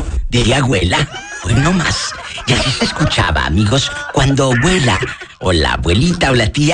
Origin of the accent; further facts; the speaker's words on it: Matamoros, Tamaulipas, Mexico; No sé si en Matamoros, en mi tierra, así le decían